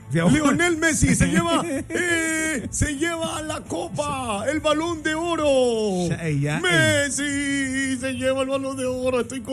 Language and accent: Spanish; Panama; Yo soy panameño.